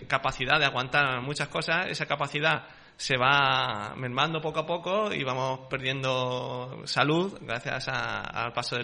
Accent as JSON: {"language": "Spanish", "town": "Villena", "region": "Valencian Community", "country": "Spain", "tie": "born or raised there", "said": "Y para mí Villena es prácticamente mi tierra, o sea, es igual que para vosotros a lo mejor..."}